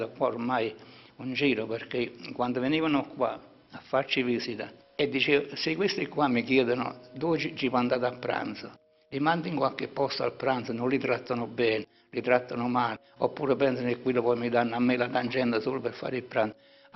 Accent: Taurasi, Campania, Italy; Taurasi è tutto, è la mia vita. Io sono nato qua a Taurasi e sono vissuto qua, sono stato qua, ho fatto tanto per Taurasi

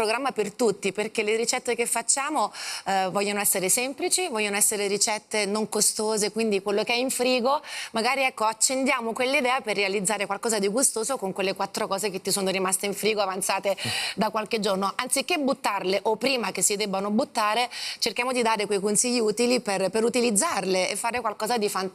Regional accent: Sorrento, Campania, Italy; also born or lived in Paris, France; Io sono nata a Parigi e mio papà lavorava per una grande catena alberghiera a Parigi

